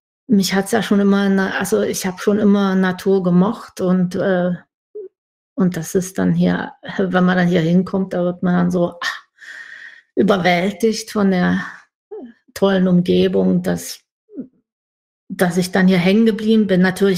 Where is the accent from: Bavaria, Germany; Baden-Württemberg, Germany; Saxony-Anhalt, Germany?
Saxony-Anhalt, Germany; Halle; moved away as an adult; now in Sweden; ich bin aus Halle, Hallenserin.